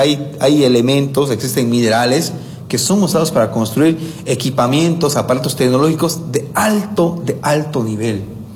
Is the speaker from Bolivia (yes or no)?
yes; Bolivia; ¿por qué nosotros como bolivianos tenemos que estar de acuerdo